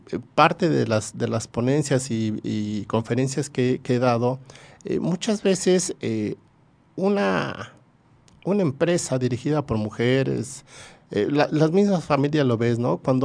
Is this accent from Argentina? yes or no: no; Mexico; somos mexicanos